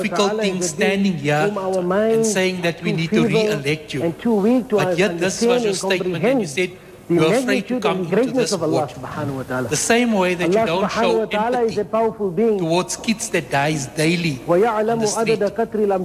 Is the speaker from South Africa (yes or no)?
yes; Rivoli, South Africa; I'm from Rivoli, Ward 68.